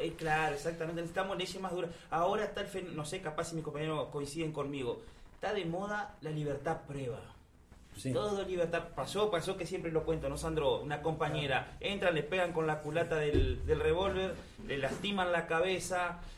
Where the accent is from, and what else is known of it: Uruguay